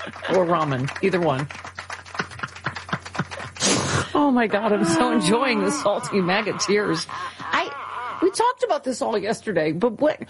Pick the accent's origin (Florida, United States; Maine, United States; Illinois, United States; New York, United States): New York, United States; moved away; New York, my home state.